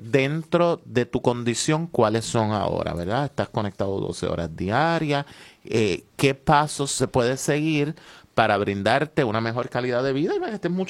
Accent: Puerto Rico; Nosotros que somos de acá, de la Mancha Plátano de acá

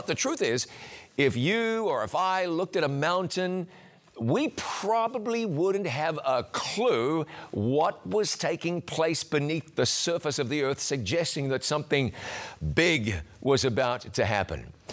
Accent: New Zealand; I grew up in New Zealand, a beautiful country that sits right on the Pacific Ring of Fire.

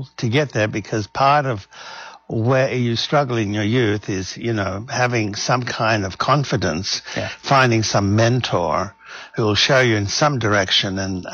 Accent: Australia; moved away as an adult; now in United States; while I was growing up in Australia.

